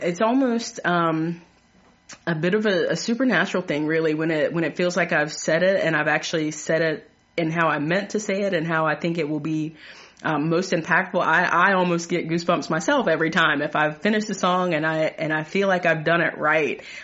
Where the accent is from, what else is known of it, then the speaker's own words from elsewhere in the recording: the South, United States; I grew up in the South